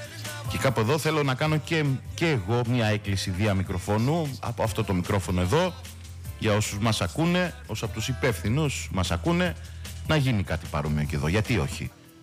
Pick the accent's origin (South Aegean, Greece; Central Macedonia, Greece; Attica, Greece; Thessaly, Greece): South Aegean, Greece; Είμαι πολύ περήφανος για το νησί μου